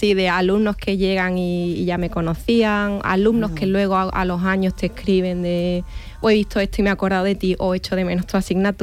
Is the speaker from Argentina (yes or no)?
no; Andalusia, Spain; accent: Andalusian; otras variantes del español, por ejemplo, que no economizan tanto como nuestro andaluz.